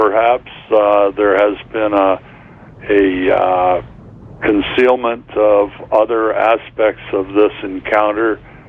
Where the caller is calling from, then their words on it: Brantford, Ontario, Canada; I'm calling from Brantford.